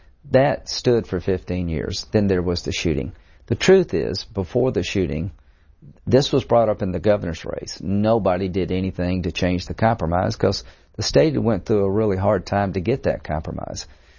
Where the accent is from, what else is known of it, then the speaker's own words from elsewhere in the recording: Central, South Carolina, United States; Yeah, I grew up in Central, a small cotton mill town.